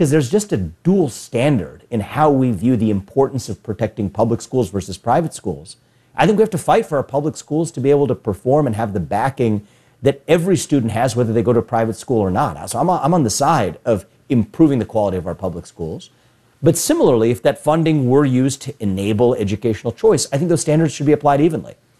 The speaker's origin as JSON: {"language": "English", "town": "Cincinnati", "region": "Ohio", "country": "United States", "tie": "born or raised there", "said": "in Cincinnati, my hometown"}